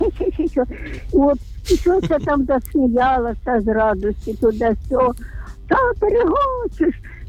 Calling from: Kyiv, Ukraine; Це я з Києва телефоную.

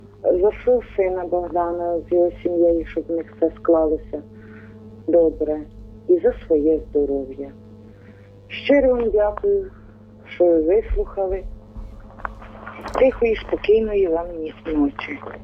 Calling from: Kyiv Oblast, Ukraine; я з Києва, не з Києва, а з Київської області.

